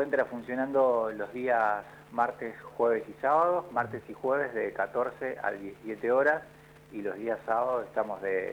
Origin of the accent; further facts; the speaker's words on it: Argentina; nuestra esencia como argentino de raíz